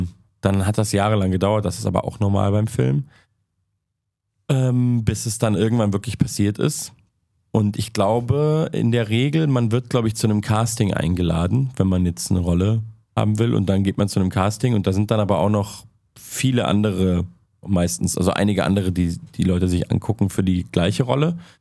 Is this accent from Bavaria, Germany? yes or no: yes; Munich, Bavaria, Germany; now in Berlin, Germany; ich bin ja nicht in Berlin aufgewachsen, sondern in München.